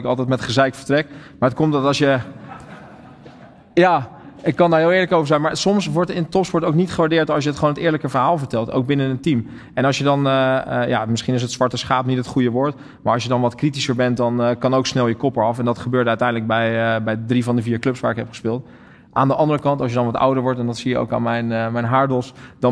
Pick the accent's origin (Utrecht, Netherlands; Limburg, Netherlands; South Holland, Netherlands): South Holland, Netherlands; Rotterdam; moved away as an adult; also born or lived in Barendrecht; als Rotterdammer lag dat een beetje gevoelig ook bij mij thuis